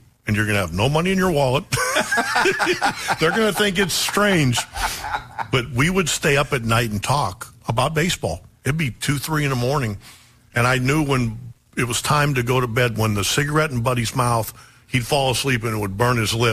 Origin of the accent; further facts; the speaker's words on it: Pennsylvania, United States; one of her goals for me growing up was that you couldn't tell I was raised in Western Pennsylvania by the way I talked.